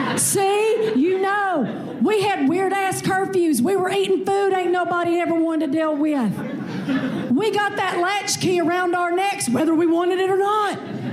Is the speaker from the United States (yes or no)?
yes; the South, United States; And as a Southerner, we all knew it took a village.